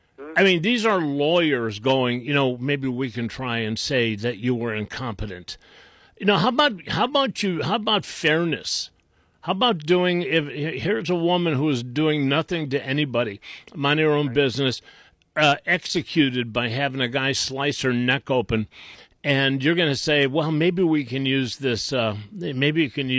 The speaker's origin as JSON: {"language": "English", "town": "Willowick", "region": "Ohio", "country": "United States", "tie": "born or raised there", "said": "I grew up in Willowick. You know, Willowick was, we had little tiny houses."}